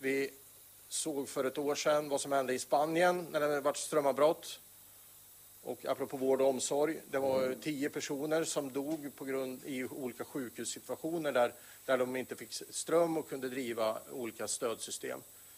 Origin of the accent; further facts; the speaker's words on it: Värmland, Sweden; Inte bara för att jag är värmlänning